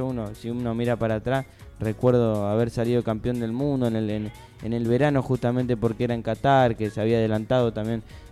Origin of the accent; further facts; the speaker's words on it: Argentina; como argentinos debemos estar muy agradecidos.